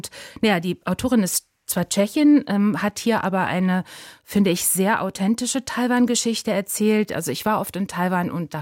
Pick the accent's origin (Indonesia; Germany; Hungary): Germany; Ich als Deutsche habe natürlich Schwierigkeiten, an Geister zu glauben.